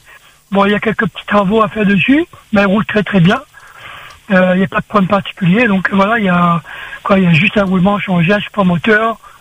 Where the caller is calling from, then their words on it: Saint-Pierre, Réunion; Moi, je suis sur Saint-Pierre.